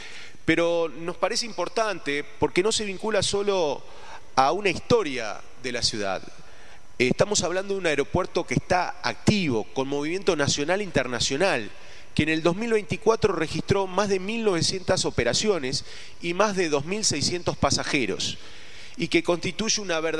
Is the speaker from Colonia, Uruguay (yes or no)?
yes; Carmelo, Colonia, Uruguay; born there; soy nacido en Carmelo.